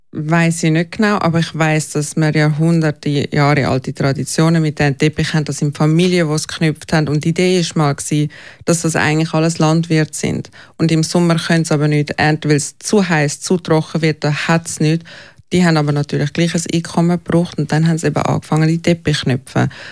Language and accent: German; Switzerland; Und es war schon eine ständige Angst gewesen, aber mehr als Schweizer, wo man Angst hat, dass man nichts Falsches macht